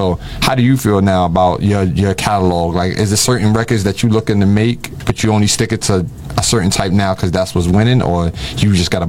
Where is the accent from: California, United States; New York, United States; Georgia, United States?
New York, United States